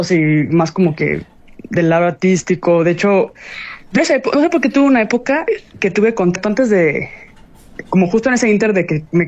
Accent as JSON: {"language": "Spanish", "country": "Mexico", "also_born_or_lived": "Madrid, Spain / Gdansk, Poland", "lives_now": "Querétaro, Mexico", "said": "para mí como mexicana"}